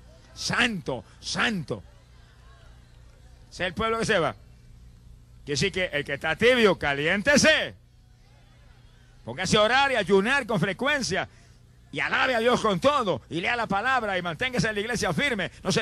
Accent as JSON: {"language": "Spanish", "country": "Puerto Rico", "said": "en mi país, en Puerto Rico, en un pueblo pequeño"}